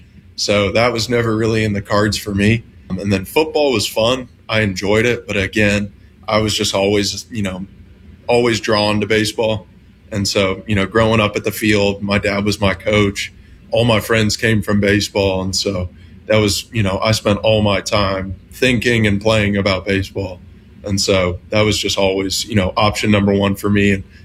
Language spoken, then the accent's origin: English; Jacksonville, Florida, United States; Born and raised in Jacksonville. Obviously, I'm a Florida boy.